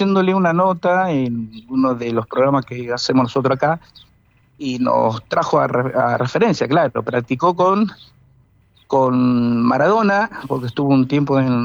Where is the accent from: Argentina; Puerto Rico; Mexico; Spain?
Argentina; Buenos Aires Province; Nosotros somos provincianos, somos de Buenos Aires, sí, pero somos provincianos.